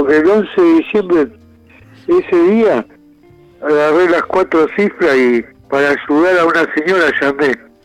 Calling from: Ingeniero Budge, Buenos Aires, Argentina; de Ingeniero Bunge.

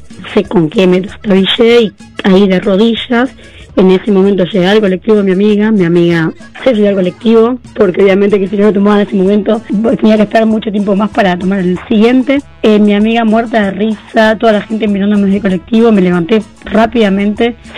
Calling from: Merlo, Buenos Aires Province, Argentina; de Merlo.

